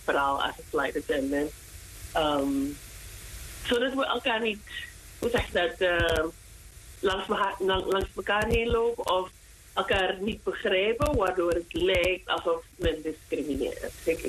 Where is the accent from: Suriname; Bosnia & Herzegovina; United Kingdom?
Suriname; now in United States; toen ik verhuisde van Suriname naar Amerika, was het echt een culture shock voor me.